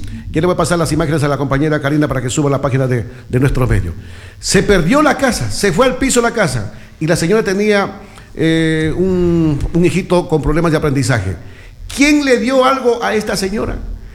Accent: Loja, Ecuador

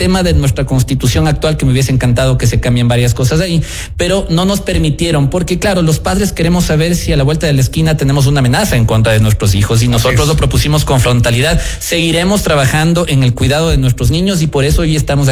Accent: Quito, Pichincha, Ecuador; Por Pichincha en el Distrito Sur, yo soy del sur de Quito

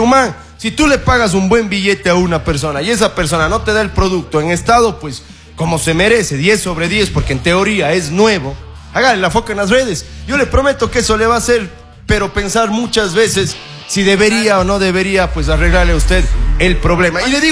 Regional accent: Ecuador; somos los ecuatorianos

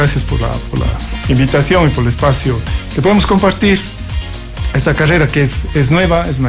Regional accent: Ecuador

